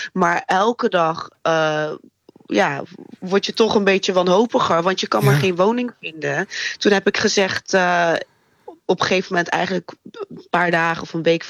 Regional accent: Rotterdam, South Holland, Netherlands; want ik kom zelf uit Rotterdam, op Woonnet Rijnmond.

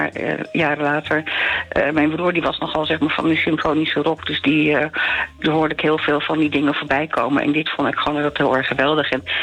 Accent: Alkmaar, North Holland, Netherlands; born there; moved away; also born or lived in Oegstgeest; Ik ben geboren in Alkmaar. Ik woon daar op dat moment ook nog.

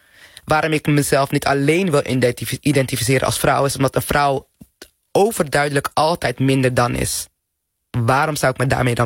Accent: Netherlands; born there; Nogmaals, ik ben hier geboren... Mijn moeder en mijn vader zijn onder de Nederlandse vlag geboren.

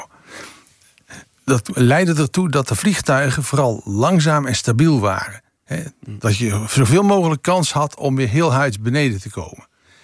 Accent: Netherlands

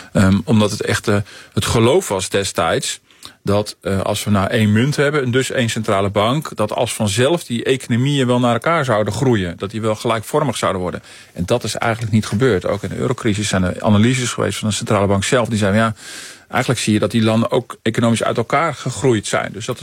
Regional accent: Netherlands; Dat wij als Nederlanders ook vertrouwen blijven houden in die centrale bank, dat die er ook voor ons is.

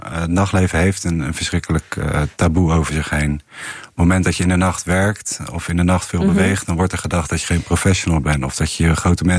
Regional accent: Rotterdam, South Holland, Netherlands; Ik ben in Rotterdam opgegroeid

